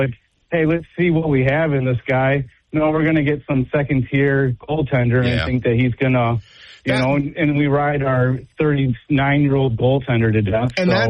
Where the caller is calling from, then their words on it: Waterford, Michigan, United States; I'm from Waterford.